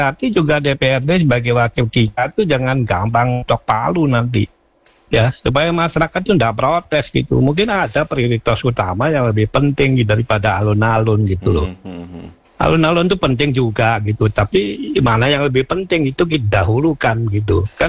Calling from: East Java, Indonesia; saya sebagai warga Malang Raya ya, khususnya Kabupaten Malang.

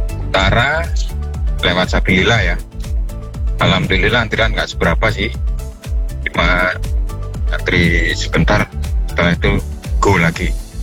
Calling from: East Java, Indonesia; di daerah saya itu, di Purjo Kali Songo itu, nggak ada pabrik Mbak.

